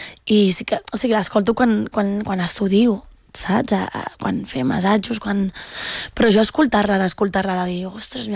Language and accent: Catalan; Andalusia, Spain; accent: Andalusian; apenas ja estic en contacte con andaluce, pum, pa, pa, saps? Com que és el meu accent.